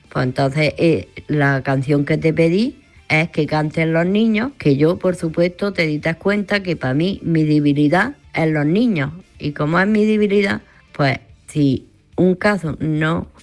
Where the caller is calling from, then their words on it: Granada, Andalusia, Spain